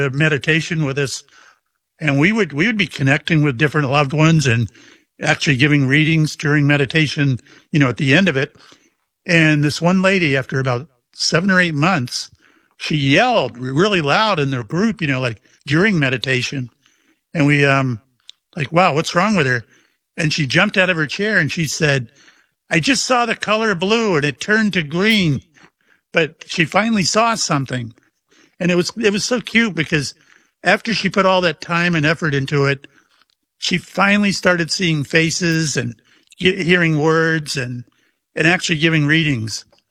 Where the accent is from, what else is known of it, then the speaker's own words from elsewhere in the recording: Mayport, Florida, United States; I was on the Shangri-La out of my hometown of Mayport, you know, where I live, I live 20 miles from the base.